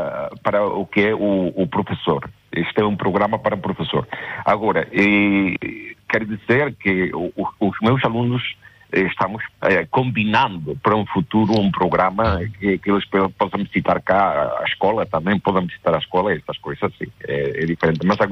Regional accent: Galicia, Spain; now in Toledo, Spain

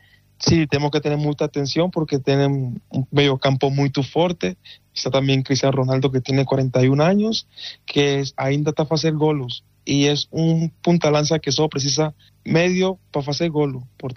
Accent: Colombia; Portuguese is a second language; now in Portugal; Eu, sendo colombiano, tive uma decepção no primeiro jogo de Portugal

